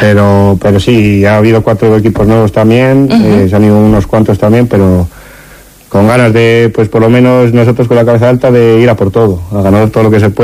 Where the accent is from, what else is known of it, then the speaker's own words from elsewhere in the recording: Palacios de la Sierra, Castile and León, Spain; De Palacios de la Sierra.